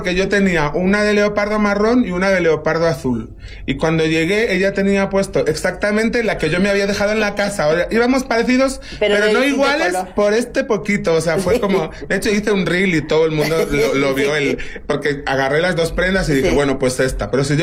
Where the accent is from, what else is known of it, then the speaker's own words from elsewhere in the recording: Spain; now in Mexico; Ya me siento como medio mexicano, sobre todo como artista, porque es verdad que aquí me cuidan muchísimo más que en mi país